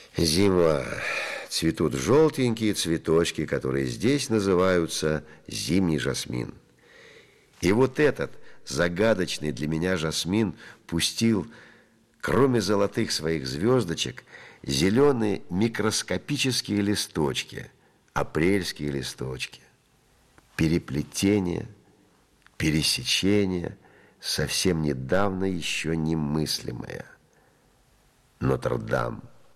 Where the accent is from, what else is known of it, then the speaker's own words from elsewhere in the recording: Kyiv, Ukraine; И мы, два бывших киевлянина, на скамейке с пюпитром. Он приехал из Иерусалима, я из Киева, а он до этого тоже из Киева.